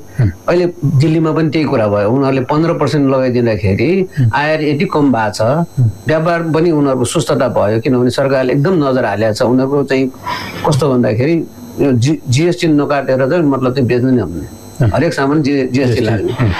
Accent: Bhaktapur, Bagmati, Nepal; अब हामी खास पनि भक्तपुरको बासिन्दा हौँ होइन, यहाँ भक्तपुरहरूको एउटा कस्तो भन्दाखेरि गरगहनामा ठुलो योगदान छ.

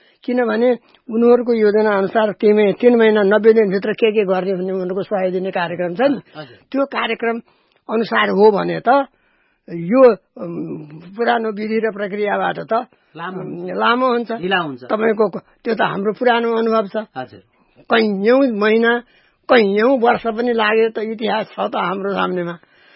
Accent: Dang, Lumbini Province, Nepal; म यही धुलोमा हुर्केँ, यही दाङकोहरूमा दाङकै माटोमा जन्मे

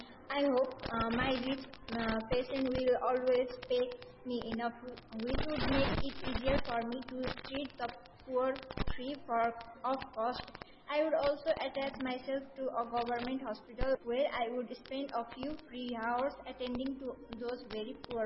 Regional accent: Ganapati, Gandaki Province, Nepal; शुक्रगण्डकी 8 Ganapati.

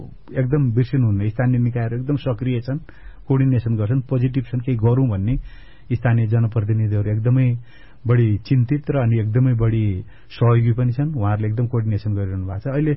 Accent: Bagmati, Nepal; मेरो अब मेरो घर पनि त्यतै हो, त्रिशुलीको तिरमै छ मेरो बहिनीको घर

